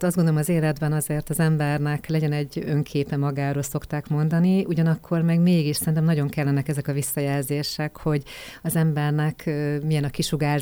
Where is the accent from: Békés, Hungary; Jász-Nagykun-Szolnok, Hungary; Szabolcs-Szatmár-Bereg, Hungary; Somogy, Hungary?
Békés, Hungary; Békéscsaba; born there; én Békés Csabai születésű vagyok